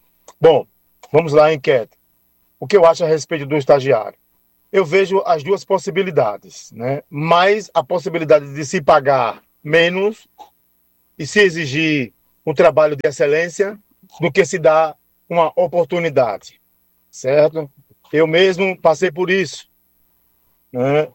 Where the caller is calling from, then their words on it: Maceió, Alagoas, Brazil; Falo aqui do Benedito Bendes